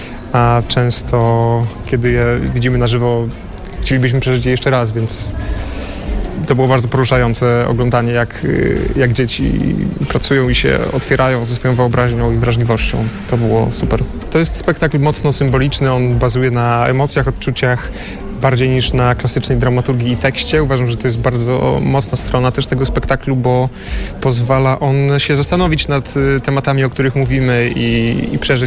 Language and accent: Polish; Wrocław, Lower Silesian Voivodeship, Poland; Pochodzę z Wrocławia